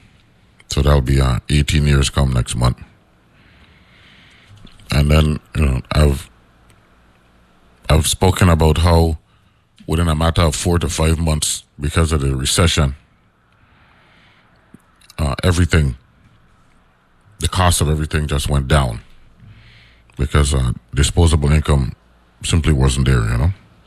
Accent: U.S. Virgin Islands

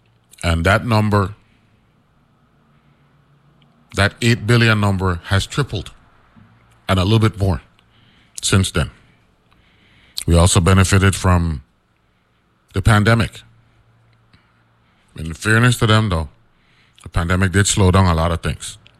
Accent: U.S. Virgin Islands

